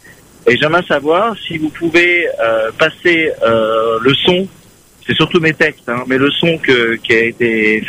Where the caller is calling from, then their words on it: Réunion; J'habite à La Réunion depuis 33 ans. Et j'écris des textes en français que je traduis en créole réunionnais.